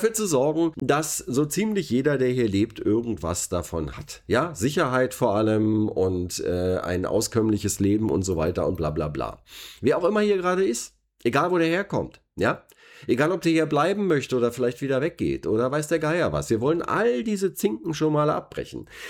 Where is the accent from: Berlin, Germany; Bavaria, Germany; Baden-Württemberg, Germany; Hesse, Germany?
Berlin, Germany; was uns denn als Berliner so umgibt.